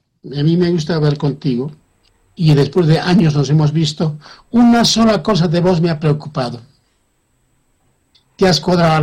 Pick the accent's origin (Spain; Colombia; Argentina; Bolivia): Bolivia; si nosotros pensásemos como bolivianos